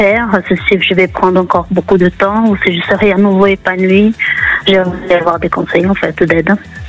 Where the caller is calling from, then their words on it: Île-de-France, France; De la Seine-et-Marne.